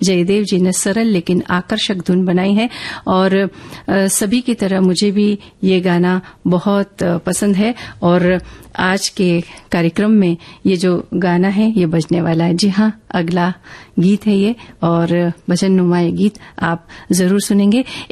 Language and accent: Hindi; Punjab, India; हमारे यहाँ पंजाब में बड़े घर और ज्यादा भागम भाग नहीं है तो यहाँ उसे पसंद आता है।